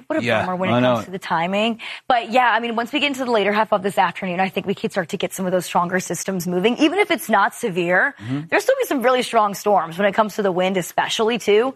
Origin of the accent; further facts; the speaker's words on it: Detroit, Michigan, United States; I'm from the Detroit area